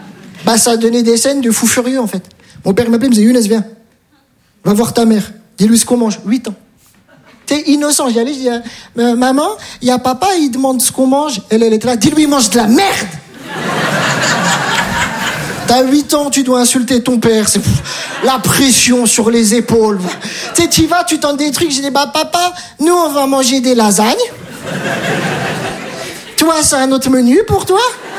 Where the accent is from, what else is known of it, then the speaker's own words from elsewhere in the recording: Metz, Grand Est, France; Je viens de Metz, j'ai tout abandonné.